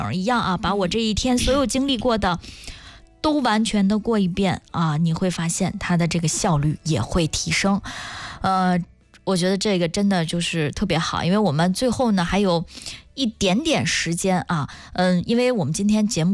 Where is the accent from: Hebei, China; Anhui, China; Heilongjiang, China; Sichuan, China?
Hebei, China; Shijiazhuang; 这我们石家庄人还是